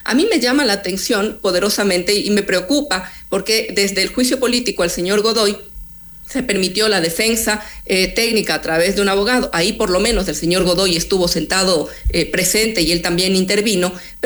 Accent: Ecuador; a nosotros como ecuatorianos nos gustaría saber

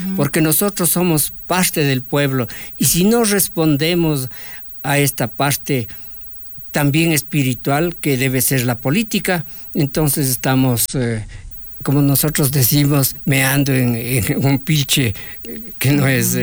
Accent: Ecuador

